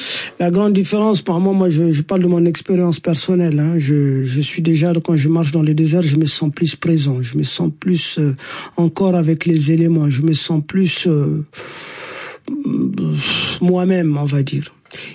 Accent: Mali; Je suis originaire du nord du Mali, mais la première grande ville que je découvre, ce n'est pas la capitale malienne Bamako, c'est plutôt la capitale mauritanienne Nouakchott.

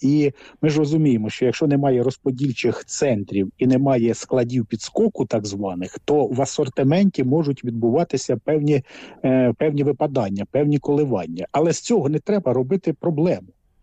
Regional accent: Romny, Sumy Oblast, Ukraine; от мої рідні Ромни, там от 7 шахедів розбомбили

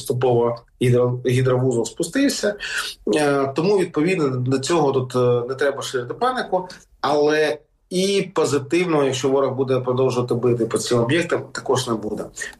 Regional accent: Kharkiv Oblast, Ukraine; Якщо говорити про розподіл, це звичайно, це моя рідна Харківщина.

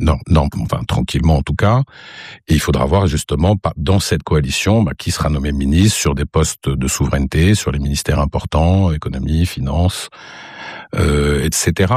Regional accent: Tunisia; je suis tunisien

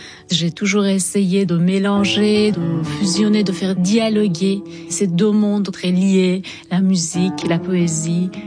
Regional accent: Iran; born or raised there; moved away as an adult

